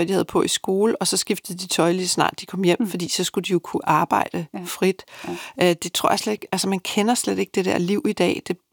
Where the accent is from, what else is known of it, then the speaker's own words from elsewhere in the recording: Haslev, Zealand, Denmark; also born or lived in Roskilde / Kenya; jeg er født i Roskilde, og så havde vi så den der smuttur til Kenya, og så bor jeg langt, langt ude på landet ved... Det er en skovrydergård, der hører under godset Brentved, som fylder rigtig meget dernede ved Haslev.